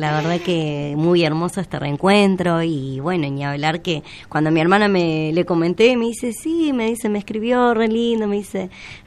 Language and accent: Spanish; Rawson, Chubut, Argentina; moved away; also born or lived in Entre Ríos / Lago Puelo / Córdoba; yo la verdad es que solamente nací en Entre Ríos. Mi familia desde los 8 meses me trajeron a vivir a esta hermosa Patagonia, al sur, al mar, y bueno, y me crié acá.